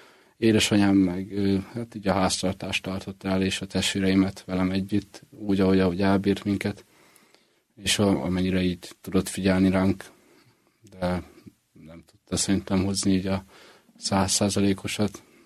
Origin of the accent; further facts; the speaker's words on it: Mezőberény, Békés, Hungary; also born or lived in Budapest, Hungary; Hát Budapesten születtem, a 8. kerületben 2006-ban, 4. hó 15-én, áprilisban. Hát a családi körülményeim nem voltak a legfényesebbek igazából. Gyereknek még itt éltem Pesten, körülbelül egy éves koromig, csecsemős koromig talán, és utána leköltöztünk Békés megyébe, azon belül Mezőberénybe